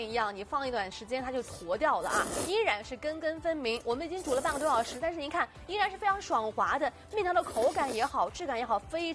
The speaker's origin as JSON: {"language": "Chinese", "region": "Shanxi", "country": "China", "moved": "yes", "lives_now": "Shanghai, China", "said": "因为我是山西人嘛，所以我对面条的要求还是蛮高的。"}